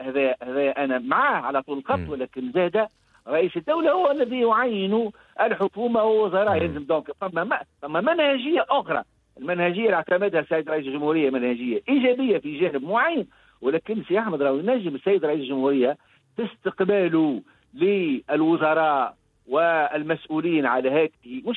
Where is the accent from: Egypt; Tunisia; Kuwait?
Tunisia; أنا كتونسي